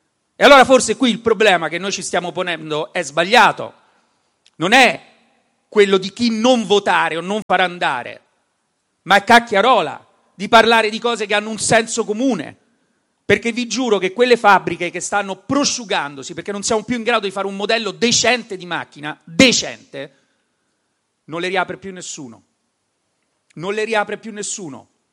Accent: Rome, Lazio, Italy; io vengo da Roma

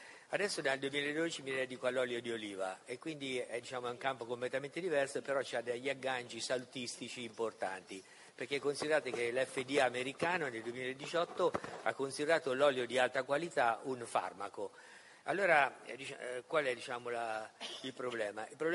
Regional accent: Perugia, Umbria, Italy; vengo da Perugia.

